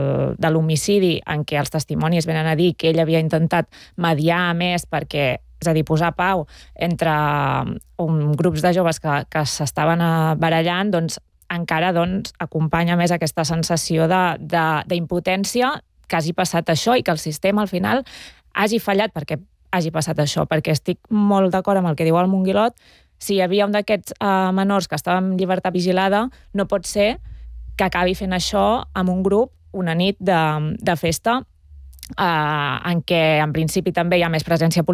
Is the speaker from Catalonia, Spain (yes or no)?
yes; Berga, Catalonia, Spain; jo sóc de Berga, Manresa queda a prop